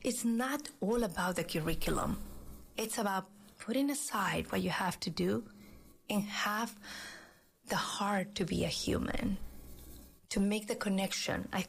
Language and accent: English; Peru; moved away; I was born and raised in Peru